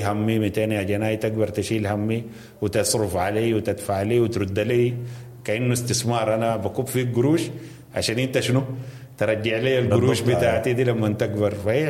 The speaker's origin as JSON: {"language": "Arabic", "country": "Sudan", "said": "ده وقت انه احنا كسودانيين نقيف ونشوف انا كسوداني الحاجه اللي بسويها غلط ما بترضي ربنا شنو"}